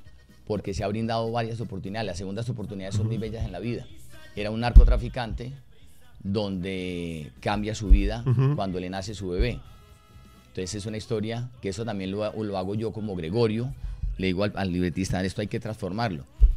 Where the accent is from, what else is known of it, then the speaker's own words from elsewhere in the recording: Cúcuta, Norte de Santander, Colombia; yo vengo de Cúcuta, de una región muy, muy, muy olvidada, con una familia también, donde había comida